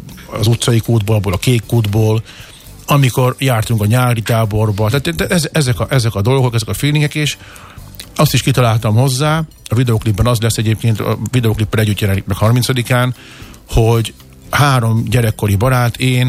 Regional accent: Balassagyarmat, Nógrád, Hungary; moved away; milyen volt Balassagyarmaton felnőni, milyen volt járni az Ipolyra fürdeni

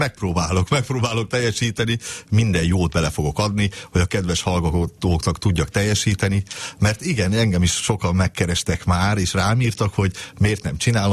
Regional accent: Miskolc, Borsod-Abaúj-Zemplén, Hungary; én miskolci születésű vagyok, ott is nőttem föl, mi öten vagyunk fiú testvérek, mind az öten zenészek vagyunk.

